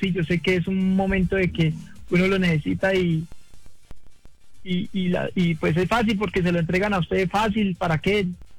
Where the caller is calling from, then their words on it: Bogotá, Colombia; Sí, señor, yo vivo en Bogotá, Pontibón.